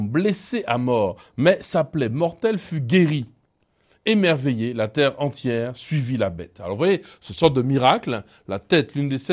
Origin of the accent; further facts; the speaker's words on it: Martinique; chez nous en Martinique